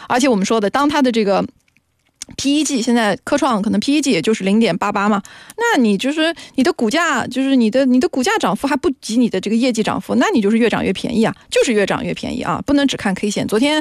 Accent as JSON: {"language": "Chinese", "country": "China", "said": "我们中国人"}